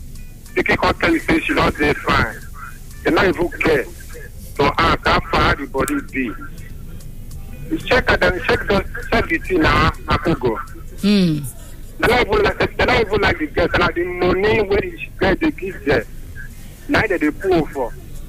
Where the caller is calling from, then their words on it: Asaba, Delta, Nigeria; Okay, I'm calling from Asaba Airport.